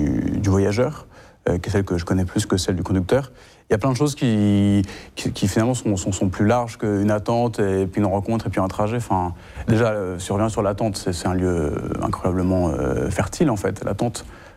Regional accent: Vichy, Auvergne-Rhône-Alpes, France; Moi, je suis né en Auvergne, dans l'Allier, et j'ai grandi dans l'Allier aussi, entre Clermont et Moulins, à Vichy. J'ai grandi dans une famille chrétienne, une famille catholique, avec un parcours tout à fait classique. J'ai grandi plutôt dans le milieu tradi

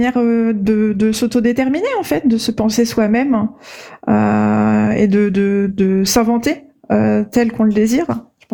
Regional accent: Caen, Normandy, France; born there; au Salon du Livre de Caen, qui est ma ville natale.

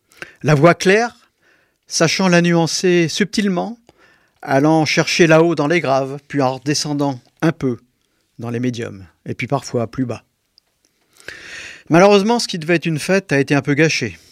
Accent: Pays de la Loire, France; Jean-Michel, qui est venu au moins une fois chez nous

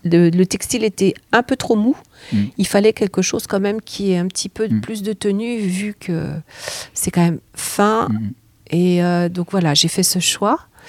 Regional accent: Angers, Pays de la Loire, France; je connais bien la Loire, parce que je suis originaire de d'Angers.

